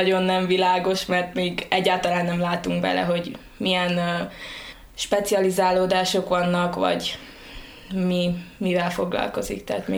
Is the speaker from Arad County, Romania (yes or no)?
no; Szilágyballa, Sălaj, Romania; moved away as an adult; now in Cluj-Napoca, Romania; Hát én Szilágyságból származom, Zila mellett egy faluból, Szilágyballáról. Nagy családban születtem, haton vagyunk testvérek, és most elsőéves egyetemista vagyok itt Kolozsváron, az Orvosi Egyetemen.